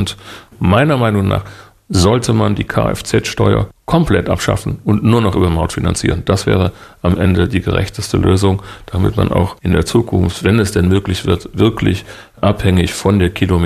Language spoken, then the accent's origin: German; Duisburg, North Rhine-Westphalia, Germany; In Duisburg, wo ich herkomme, haben wir eine Brücke, da ist die Sanierung auf 20 Jahre angelegt.